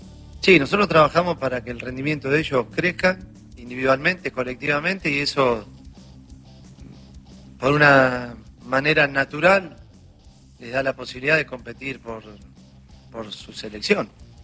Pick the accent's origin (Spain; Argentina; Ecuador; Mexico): Argentina; yo lo puedo hablar como argentino también